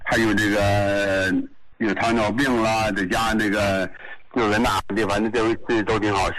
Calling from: Qinhuangdao, Hebei, China; 我是那个秦皇岛的。

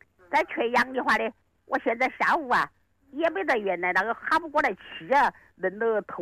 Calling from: Wuhan, Hubei, China; 我是汉口老火车站这里的。

